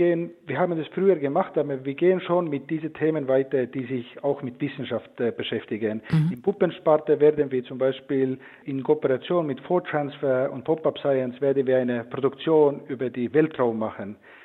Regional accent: Estonia; German is a second language

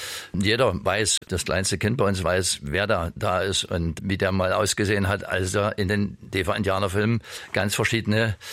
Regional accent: Bischofswerda, Saxony, Germany; Ich habe ihm gesagt, ich komme aus Bischofswerda.

